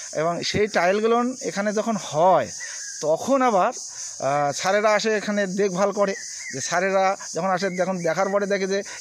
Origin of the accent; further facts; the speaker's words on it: Cooch Behar district, West Bengal, India; আর আমাদের এই বাতাসুকুটি গ্রামে এখানকার যে পরিবেশ, কৃষি পরিবেশ